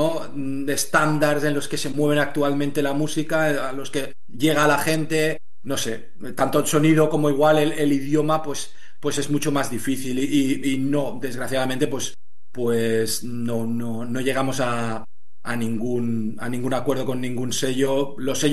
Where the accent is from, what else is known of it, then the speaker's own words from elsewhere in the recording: Vilanova, Spain; los tres somos de Vilanova